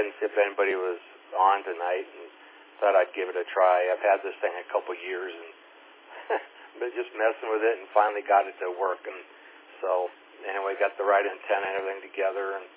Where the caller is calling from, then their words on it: La Verne, California, United States; I'm in Laverne, California.